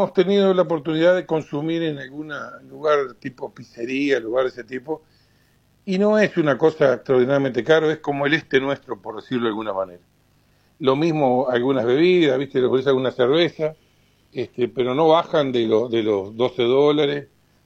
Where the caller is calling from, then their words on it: Uruguay; como lo vivimos nosotros a la uruguaya.